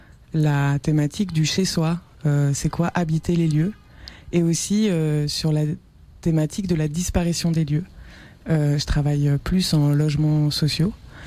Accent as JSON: {"language": "French", "town": "Paris", "region": "Île-de-France", "country": "France", "said": "Parce que moi, je ne viens pas de Bruxelles, je viens de Paris."}